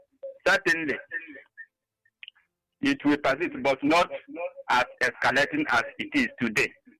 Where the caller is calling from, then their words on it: Ogun, Nigeria; I'm reaching you from Ogun.